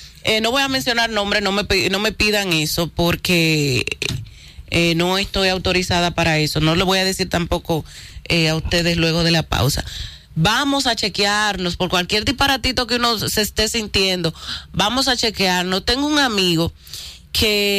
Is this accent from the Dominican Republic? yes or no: yes; Dominican Republic; Así es como somos nosotros los dominicanos.